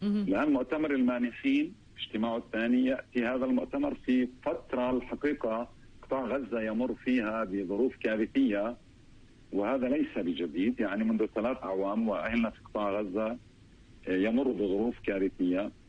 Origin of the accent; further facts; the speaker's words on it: Palestine; وعلينا كفلسطينيين نحن نتأثر أيضا.